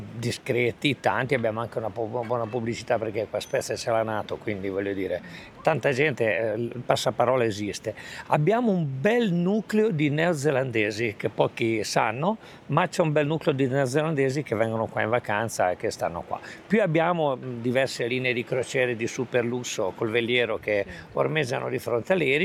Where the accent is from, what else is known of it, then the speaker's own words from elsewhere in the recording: Lerici, Liguria, Italy; also born or lived in Milan; io sono cresciuto qua, sono sempre stato qua.